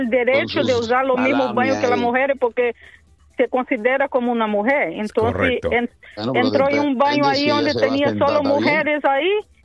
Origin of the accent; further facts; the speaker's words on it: Brazil; moved away; ahí en mi país